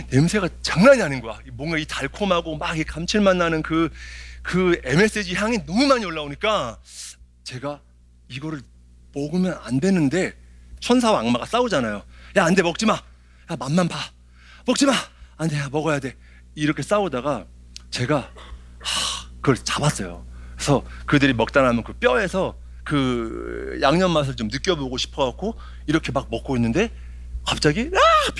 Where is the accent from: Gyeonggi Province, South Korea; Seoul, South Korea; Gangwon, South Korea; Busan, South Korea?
Seoul, South Korea; Itaewon; 저는 그렇게 이제 어린 시절을 자랐고, 제가 근데 유일하게 이태원 살면서 좋았던 거는 그 춤추는 거 하고 사진 찍는 걸 좋아했어요.